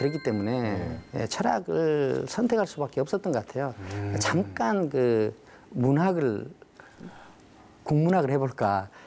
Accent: Hampyeong, South Jeolla, South Korea; also born or lived in Jangbyeongdo; 그 제가 그 이 이제 고향은 함평인데.

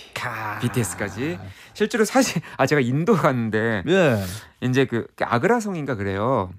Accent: South Korea; 내가 이제 한국에서 왔다

